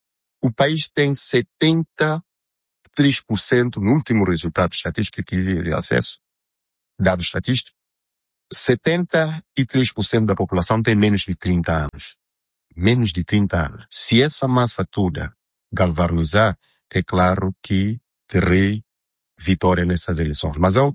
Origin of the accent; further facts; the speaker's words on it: São Tomé & Príncipe; Eu, enquanto santomense, eu, enquanto jovem, enquanto um indivíduo que pensa muito sobre a realidade do país